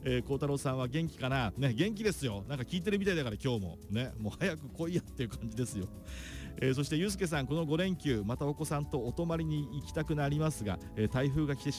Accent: Sano, Tochigi, Japan; moved away as an adult; now in Mito, Japan; 水戸に来たのが99年なんですよ。18歳まで、ふるさとの栃木県佐野市で生活して、大学の木にねこっちに来て、それが99年だったんですよ。

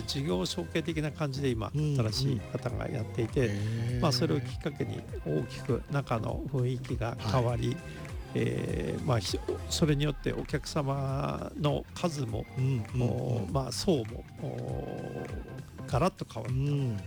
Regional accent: Mito, Ibaraki, Japan; 私あのもともと水戸で生まれ水戸で育ってるんですが、はい、日立太田市の里見地区に約10年ちょっとぐらい前から、はい、よく行くようになってまして

